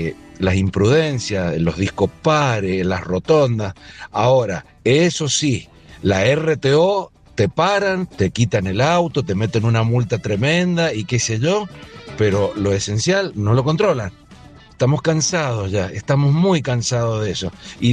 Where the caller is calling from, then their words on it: Godoy Cruz, Mendoza, Argentina; de Godoy Cruz